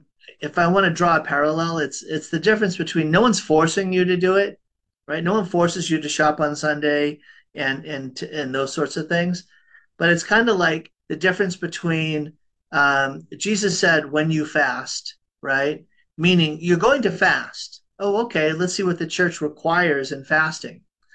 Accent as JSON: {"language": "English", "town": "Boston", "region": "Massachusetts", "country": "United States", "tie": "born or raised there", "said": "yeah, I grew up in Boston, and I think they're called, I don't know if you have this phrase out here, blue laws."}